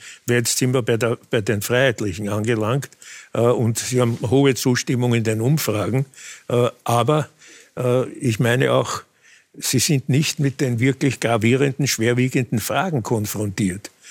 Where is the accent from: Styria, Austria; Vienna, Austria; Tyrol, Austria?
Vienna, Austria; sondern meinem Familiennamen entsprechend in Favoriten. Und wir sind aber dann die Familie eben nach Herna